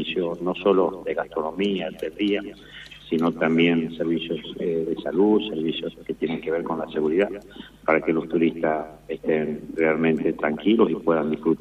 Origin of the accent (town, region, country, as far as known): Tucumán, Argentina